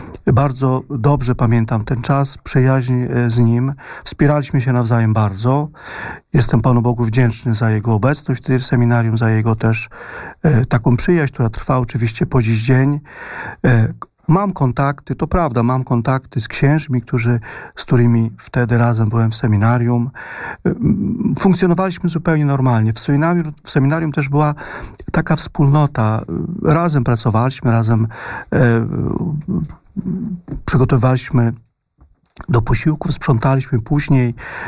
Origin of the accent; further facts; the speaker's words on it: Borawe, Podlaskie Voivodeship, Poland; moved away as an adult; also born or lived in Modena, Italy; Ja byłem wtedy uczniem 6 klasy szkoły podstawowej w mojej rodzinnej miejscowości w Borawem